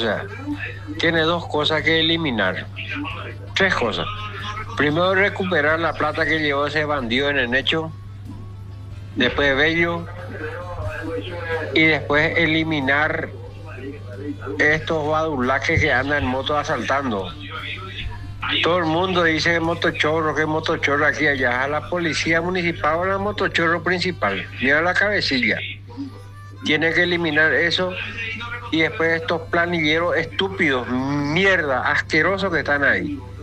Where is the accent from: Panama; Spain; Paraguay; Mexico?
Paraguay; Asunción; born there; moved away; Aunque yo no soy de Asunción, nací en Asunción, pero me radiqué a otro lado.